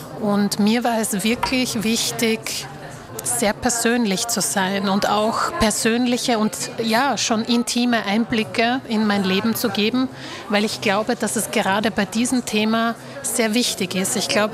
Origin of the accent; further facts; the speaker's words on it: Slovakia; first language Slovak; German is a second language; umso mehr und mehr habe ich auch ein bisschen meine Muttersprache verlernt. Und heute muss ich mich leider schon ein bisschen anstrengen, um gut Slowakisch zu sprechen.